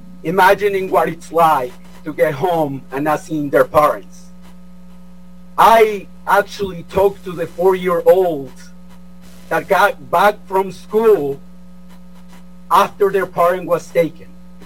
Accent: Mexico; now in Denver, United States; I'm also heartbroken. I'm an immigrant from Mexico. I come from a mixed family status.

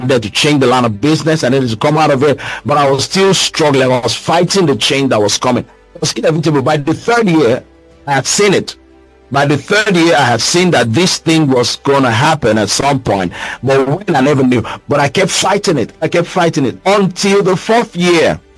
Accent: Rivers, Nigeria; I'm from River State, for example, and I go to the riverine sometimes.

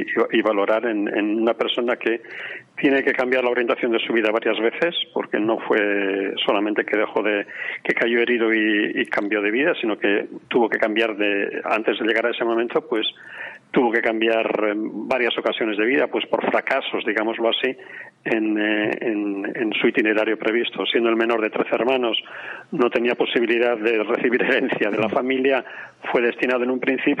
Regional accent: Durango, Basque Country, Spain; mi pueblo, de Durango

